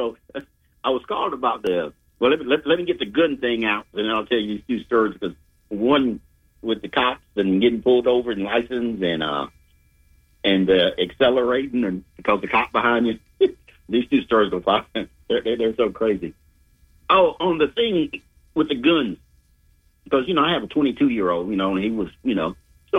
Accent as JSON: {"language": "English", "town": "Augusta", "region": "Georgia", "country": "United States", "tie": "born or raised there", "said": "my father's family from Lincoln, but my mom's family is Augusta. We're from downtown Laney Walker area. You know, I grew up in Sunset Homes when I was down here."}